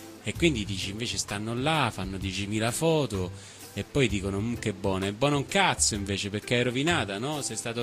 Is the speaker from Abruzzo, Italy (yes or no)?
no; Rome, Lazio, Italy; io quando che so di Roma, no? La città eterna.